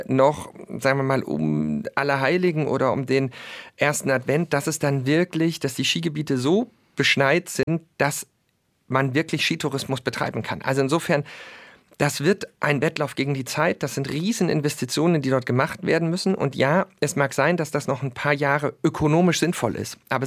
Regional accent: Lusatia, Germany; Also gerade in meiner Heimat, in der Lausitz, wo die Spree dann in Richtung Berlin fließt, der Spreewald, durch die großen Braunkohletagebaue und die Flutung jetzt, die stillgelegten, dort gibt es einfach Verteilungskonflikte um Wasser.

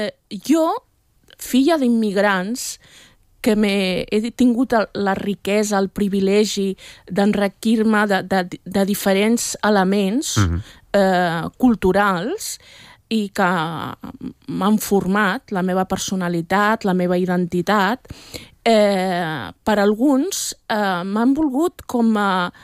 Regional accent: Catalonia, Spain; com a catalana

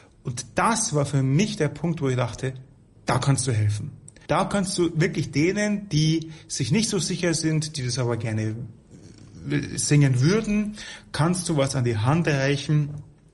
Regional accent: Bavaria, Germany; now in Rome, Italy; jetzt sage ich es mal als Bayer.

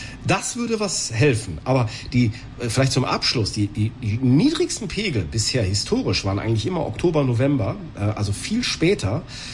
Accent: Bonn, North Rhine-Westphalia, Germany; noch müssen wir nun als Bonner noch nicht durchschwimmen, weil die Brücken sind ja kaputt

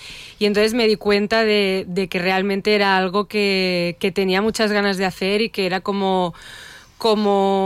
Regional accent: Barcelona, Catalonia, Spain; que las dos somos de Barcelona, llevamos tiempo dedicándonos al mundo de la música

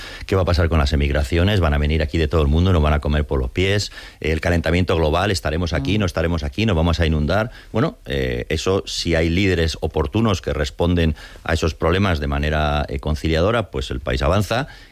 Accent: Spain; Hombre, claro que sé que soy español y me gusta García Lorca.

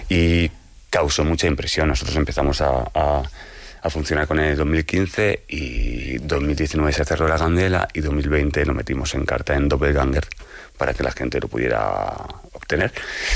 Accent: Brunete, Community of Madrid, Spain; also born or lived in Carabanchel; me crié allí. O sea, yo pasé de Carabanchel hasta. Luego me crié en Brunete.

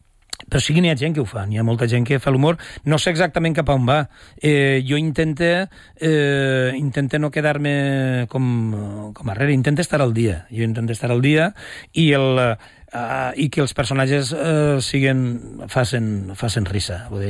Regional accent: Valencian Community, Spain; A nivell teatral em costa molt, sempre ho he dit, em costa molt, i vinc del País Valencià, és una cosa que sempre m'ha calfat molt el cap, no?

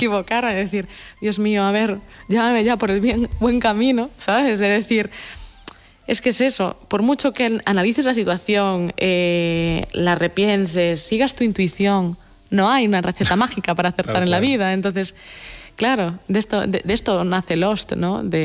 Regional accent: Galicia, Spain; yo como buena gallega

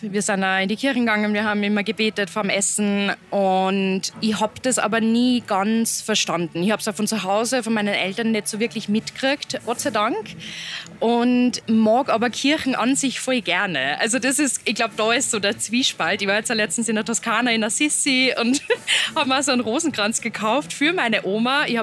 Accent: Upper Austria, Austria; wir kommen beide aus Oberösterreich.

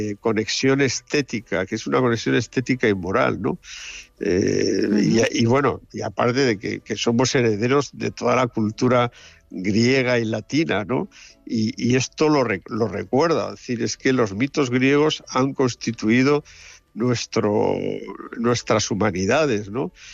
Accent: Barbastro, Aragon, Spain; O sea, yo soy de Barbastro. Me encuentro a uno de Binéfar en Atenas.

